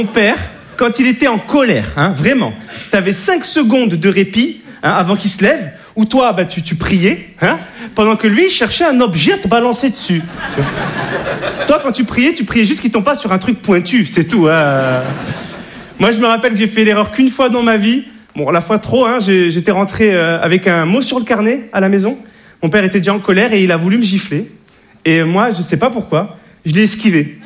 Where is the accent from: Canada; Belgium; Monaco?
Monaco; Monte Carlo; je suis de Monaco, Monte Carlo. Voilà, le rocher, le prince, les princesses, hein, le Grand Prix de Monaco, les Arabes. Non, je suis l'Arabe de Monaco.